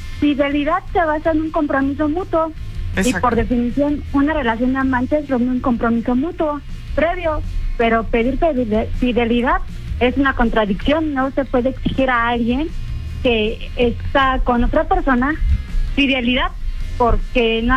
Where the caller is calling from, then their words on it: Mexico City, Mexico; Soy de Iztapalapa.